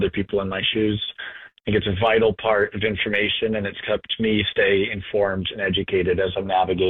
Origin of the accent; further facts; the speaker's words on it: Greeley, Colorado, United States; I'm from Greeley, Colorado.